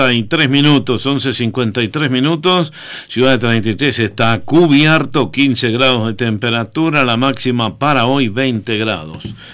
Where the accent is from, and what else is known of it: Uruguay